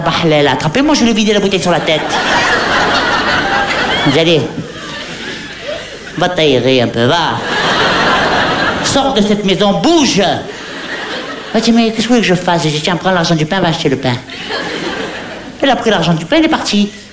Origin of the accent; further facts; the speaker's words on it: Hauts-de-France, France; Mais non, je suis du Pas-de-Calais. Je suis du Pas-de-Calais.